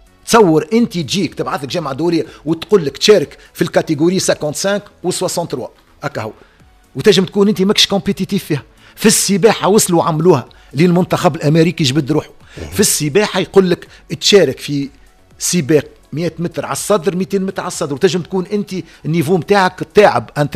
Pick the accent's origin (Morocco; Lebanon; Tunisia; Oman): Tunisia; على خاطر ما عادش عندنا في تونس رجال موجودين في الجامعات الدوليه